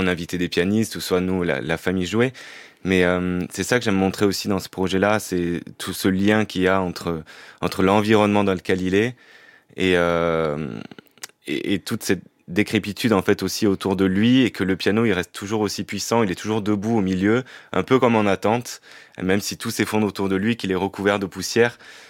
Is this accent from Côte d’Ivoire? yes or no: no; Périgueux, Nouvelle-Aquitaine, France; Périgueux, en Dordogne, là où j'ai grandi. J'ai grandi dans le Périgord.